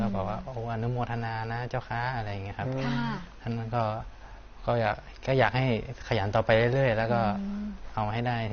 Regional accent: Chiang Mai, Thailand; ครับผมเพราะบ้านอยู่เชียงใหม่ครับมันไกลกันมาก

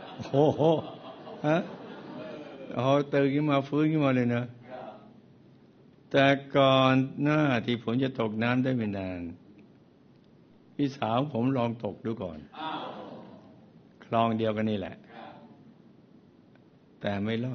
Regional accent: Chachoengsao, Thailand; born there; ยกำเนิดเกิดที่สวนมะม่วงริมแม่น้ำบางปะกงครอบครัวผมเป็นคนจีนนี่พูดได้เลยจ๋อจ๋อจ๋อเจี๊ยเจี๊ยแล้วก็จี๊จี๊จี๊ปู่ย่าปลูกมะม่วงขายผมเป็นลูกคนที่4ในพี่น้อง5คนที่เติบโตมาด้วยกัน

